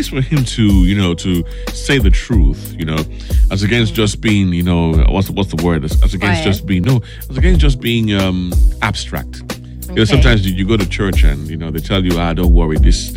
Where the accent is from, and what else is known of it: Nigeria